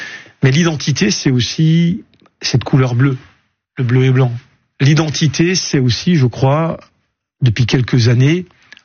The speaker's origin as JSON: {"language": "French", "region": "Grand Est", "country": "France", "said": "Pour moi, en tant qu'Alsacien et supporter du Racing depuis que j'ai 5-6 ans, c'est l'histoire d'un club qui a un parcours formidable."}